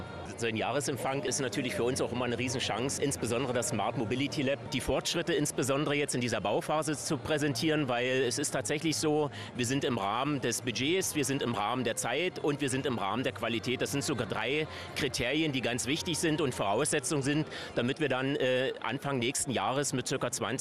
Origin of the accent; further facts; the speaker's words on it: Schwarzkollm, Saxony, Germany; ich als Schwarzkolmer, als Lausitzer